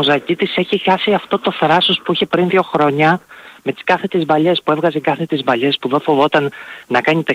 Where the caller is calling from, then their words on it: Mytilene, North Aegean, Greece; από Μυτιλίνη.